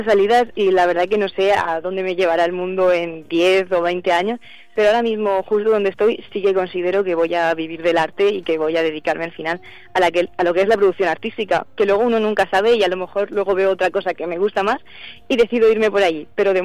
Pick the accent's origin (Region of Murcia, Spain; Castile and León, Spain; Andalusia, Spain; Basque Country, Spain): Region of Murcia, Spain; Alcantarilla; moved away as an adult; now in Valencia, Spain; sería bonito que de donde yo soy, porque he hecho muchas exposiciones individuales en otras zonas, pero no en Alcantarilla.